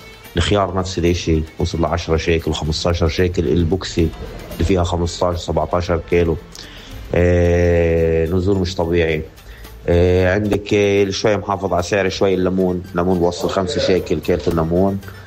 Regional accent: West Bank, Palestine

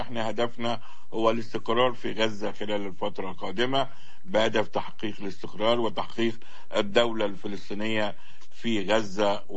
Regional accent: Egypt; قاعدين عندنا مصر

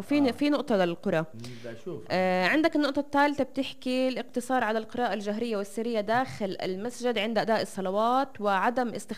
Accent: Nablus, Nablus Governorate, Palestine; عندنا بنابلس

